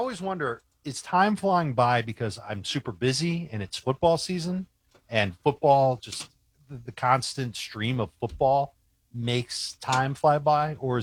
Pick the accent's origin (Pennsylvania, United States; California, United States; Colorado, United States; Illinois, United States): Illinois, United States; moved away; He's from the South Suburbs. I'm from the South Suburbs.